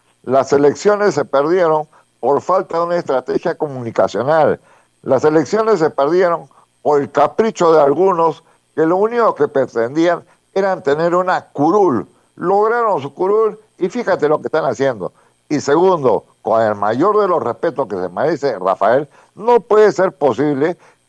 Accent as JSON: {"language": "Spanish", "country": "Peru", "said": "antes que todo somos peruanos, somos patriotas."}